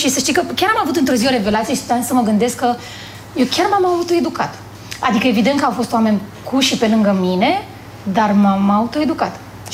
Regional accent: Bucharest, Romania; also born or lived in Stântava, Giurgiu; m-a crescut mama mamei mele și am crescut undeva prin Ferentari, tot la casă, în curte, pe bătătură

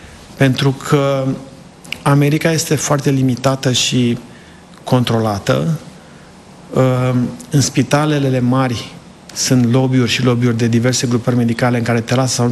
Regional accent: Sibiu County, Romania; now in United States; am vrut să crească cam cum am crescut eu. Sunt de lângă Sibiu. Am stat lângă Copșa Mică și...

